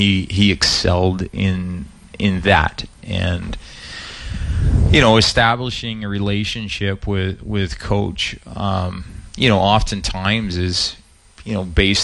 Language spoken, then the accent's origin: English; Ontario, Canada; accent: Canadian; now in United States; I am proudly now a dual citizen, but yes, I grew up in Southern Ontario.